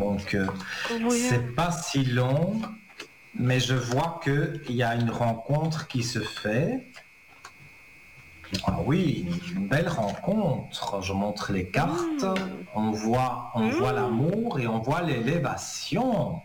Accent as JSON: {"language": "French", "country": "Italy", "said": "Ah oui, moi je suis pur italien aussi."}